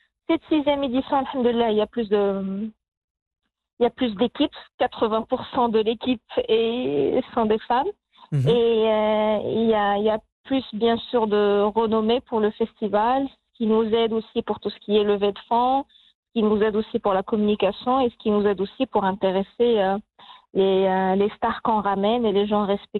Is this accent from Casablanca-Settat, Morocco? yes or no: no; Marrakesh, Marrakesh-Safi, Morocco; Je suis de Marrakech, j'adore Marrakech